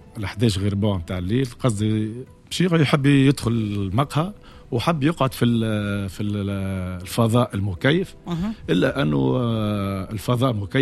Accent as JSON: {"language": "Arabic", "town": "Kairouan", "region": "Kairouan Governorate", "country": "Tunisia", "said": "انا من القيروان،"}